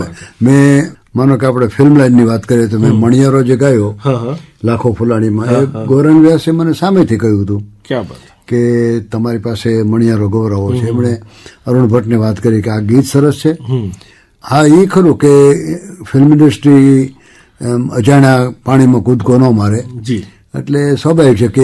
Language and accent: Gujarati; Chital, Gujarat, India; born there; મારો જન્મ ચિત્તલમાં થયો, અમરેલી જિલ્લાના ચિત્તલમાં.